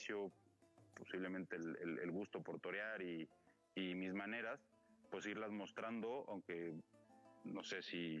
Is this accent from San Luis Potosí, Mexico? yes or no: yes; San Luis Potosí, Mexico; Luego el día 25 estaré en mi tierra, en San Luis Potosí